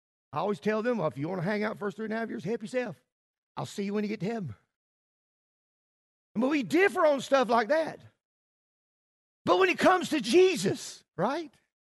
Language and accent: English; United States; Now, I'm an American.